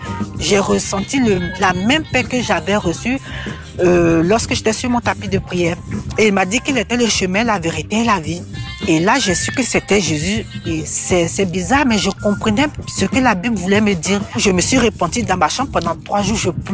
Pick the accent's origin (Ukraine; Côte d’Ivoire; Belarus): Côte d’Ivoire; moved away as an adult; now in France; je suis originaire de la Côte d'Ivoire. J'étais musulmane, je viens d'une famille musulmane pratiquante. Et quand je suis venue en 90 en France